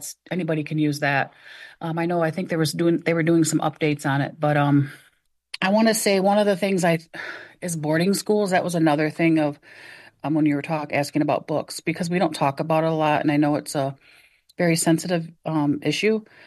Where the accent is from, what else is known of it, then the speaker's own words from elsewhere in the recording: Mount Pleasant, Michigan, United States; I'm from the Saginaw Chippewa tribe in Mount Pleasant.